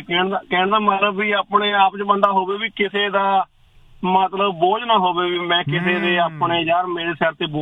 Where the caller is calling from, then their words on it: Punjab, India; ਮੈਂ ਤਾਂ ਦੁਆਬੇ ਤੋਂ ਬਿਲੋਂਗ ਕਰਦਾ ਜੱਟ